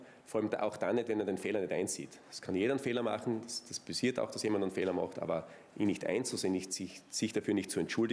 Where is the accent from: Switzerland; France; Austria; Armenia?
Austria; Styria; ich komme selbst aus dem Bereich südliche Steiermark.